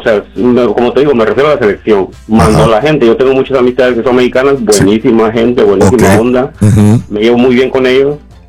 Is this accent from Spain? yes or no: no; Guatemala; Yo soy de Guatemala.